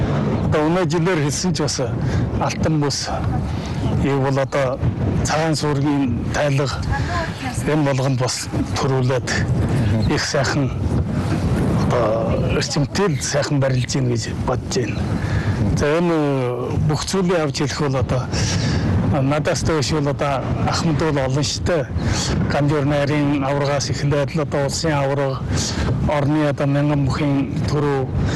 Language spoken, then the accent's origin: Mongolian; Hulunbuir, Inner Mongolia, China